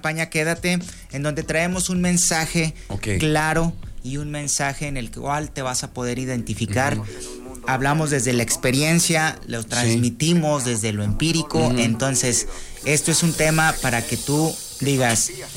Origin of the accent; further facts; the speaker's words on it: Saltillo, Coahuila, Mexico; Pues fíjate, de aquí, originario de aquí de Saltillo, Coahuila, okay, talento saltillense.